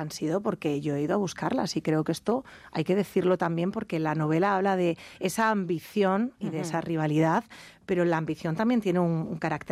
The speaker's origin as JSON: {"language": "Spanish", "town": "León", "region": "Castile and León", "country": "Spain", "tie": "born there"}